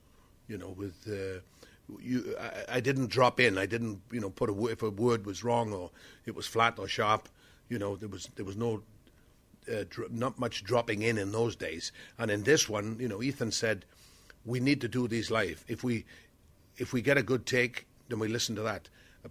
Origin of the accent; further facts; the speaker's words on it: Wales, United Kingdom; I grew up in South Wales, so I went to a Presbyterian chapel, and we sang hymns on a Sunday afternoon, Sunday school.